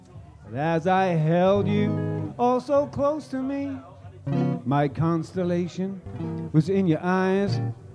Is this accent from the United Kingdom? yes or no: yes; Liverpool, North West England, United Kingdom; I'm from Liverpool, you see. So it's close to my heart.